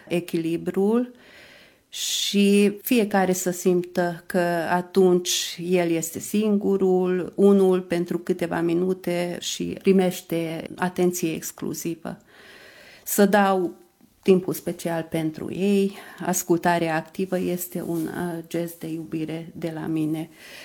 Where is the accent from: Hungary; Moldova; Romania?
Hungary; Méhkerék, Békés; now in Gyula, Hungary; eu mă trag din Michereche